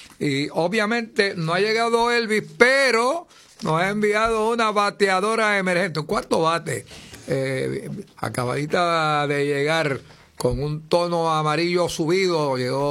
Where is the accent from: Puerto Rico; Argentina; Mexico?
Puerto Rico; Así somos los boricuas.